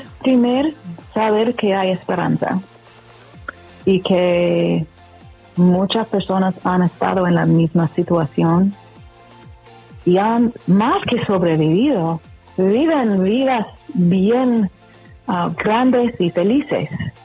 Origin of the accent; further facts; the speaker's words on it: Arizona, United States; Spanish is a second language; Yo crecí en Arizona y pasé un poco de tiempo en México